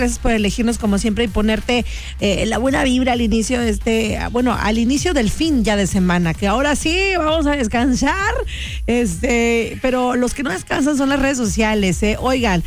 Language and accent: Spanish; Mexico